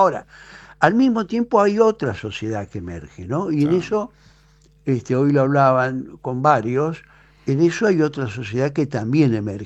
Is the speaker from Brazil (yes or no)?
no; Argentina; los que somos argentinos y argentinas